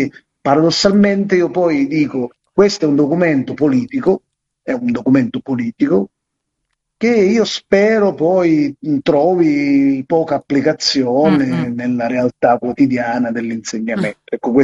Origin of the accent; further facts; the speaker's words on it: Sicily, Italy; io sono siciliano